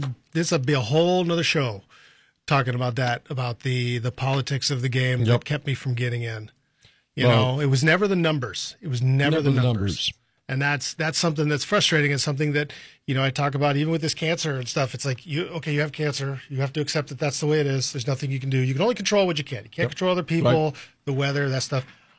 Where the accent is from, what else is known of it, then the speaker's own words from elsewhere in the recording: Los Angeles, California, United States; I grew up in California. Yeah, okay. But I grew up out in L.A., so I was a Dodgers fan, Angels fan, all that stuff.